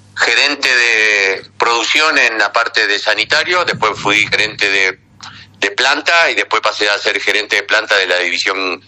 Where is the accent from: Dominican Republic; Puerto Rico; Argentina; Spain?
Argentina; now in Ecuador; para mí Ecuador fue un paraíso comparado en el momento que yo me vine de Argentina